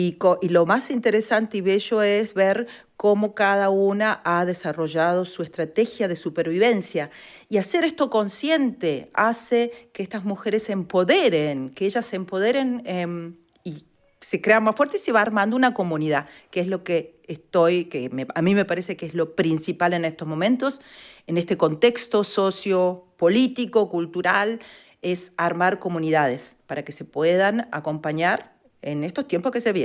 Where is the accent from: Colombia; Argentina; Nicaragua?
Argentina; moved away as an adult; now in Zurich, Switzerland; a los 21 años llegué, tengo 55, o sea que es un tiempo en el cual estoy afuera de mi país, pero siempre en contacto con Argentina, sí.